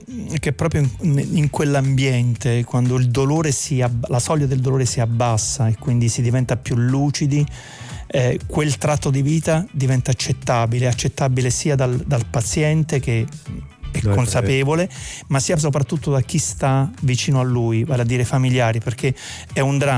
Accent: Torella del Sannio, Molise, Italy; moved away; Io ho questa casa in Molise, nel mio paese, che si chiama Torella del Sannio, un piccolo paese dove ho riportato la mia residenza

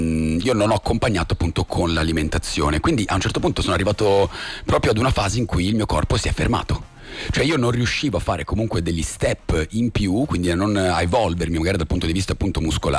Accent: Milan, Lombardy, Italy; io geograficamente sono di Milano

